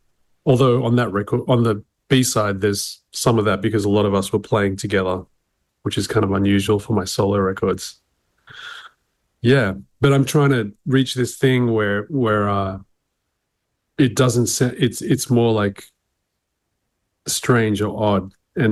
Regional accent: Sydney, New South Wales, Australia; when I was growing up in Sydney

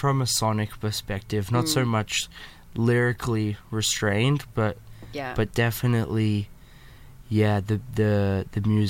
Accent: Australia; We are Australian.

